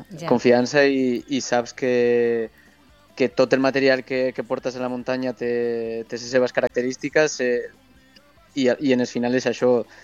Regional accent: Jaca, Aragon, Spain

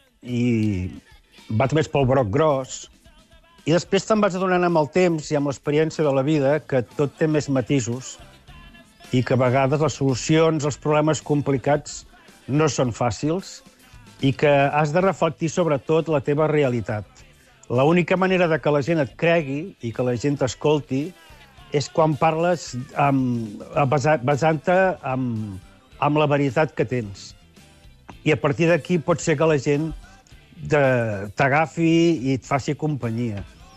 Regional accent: Constantí, Catalonia, Spain; ja ho sap la gent que som de Constantí

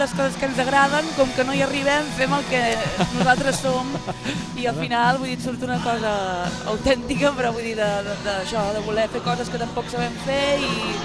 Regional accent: Arbúcies, Catalonia, Spain; nosaltres som d'Arbúcies, d'un poble del Montseny

